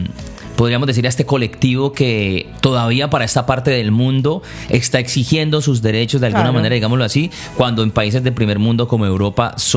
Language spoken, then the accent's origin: Spanish; Cali, Valle del Cauca, Colombia; born there; tiene que ver ver con mi barrio, barrio donde yo nací, que es la Comuna 20